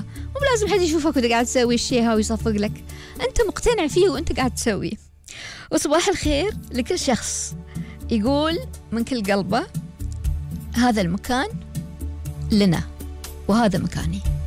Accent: United Arab Emirates; في الإمارات، سواء في يعني نحن الإماراتيين أو المقيمين

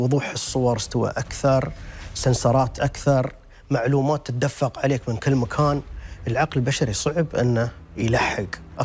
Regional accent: United Arab Emirates; نحن بعد من الإمارات

